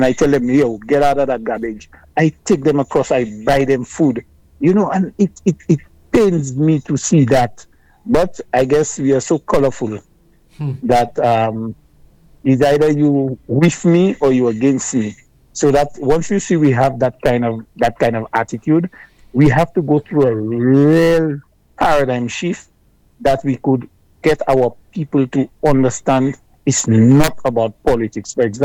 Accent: St. Lucia; I grew up in Marshall

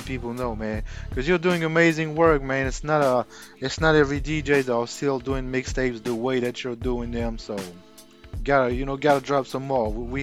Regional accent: Orléans, Centre-Val de Loire, France; English is a second language; Well, I'm from Orléans. It's in the middle

